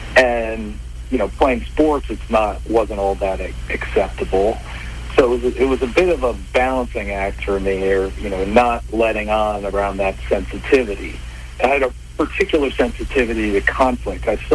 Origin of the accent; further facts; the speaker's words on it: Flint, Michigan, United States; So I grew up in Flint, Michigan, if you know that name at all.